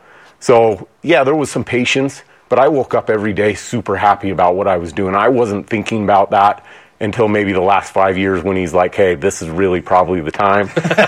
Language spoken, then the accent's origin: English; Utah, United States; born there; moved away; also born or lived in Northern California; I grew up in Utah and in Northern California